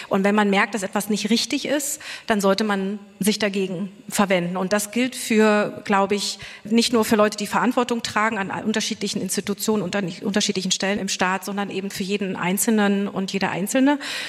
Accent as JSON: {"language": "German", "region": "East Germany", "country": "Germany", "tie": "born or raised there"}